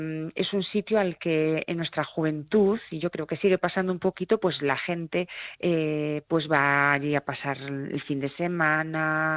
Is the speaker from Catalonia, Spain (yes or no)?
no; Lugo, Galicia, Spain; somos aquí de Lugo y demás, pues bueno, al final pues uno se va aquí, que queda relativamente cerca